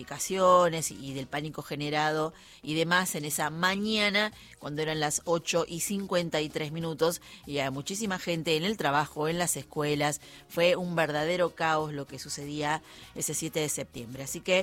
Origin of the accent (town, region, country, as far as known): Argentina